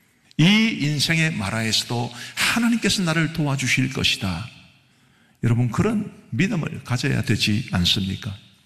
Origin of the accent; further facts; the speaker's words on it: Geochang, South Gyeongsang, South Korea; 제 고향은 경남 거창이고 저희 아버지께서 이제 고향에서 계란 장사를 하셨는데